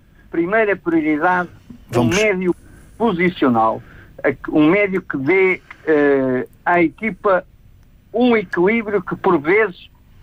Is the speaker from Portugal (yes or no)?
yes; Viseu, Centro, Portugal; eu sou de Viseu, a minha família esteve ligada ao futebol de Viseu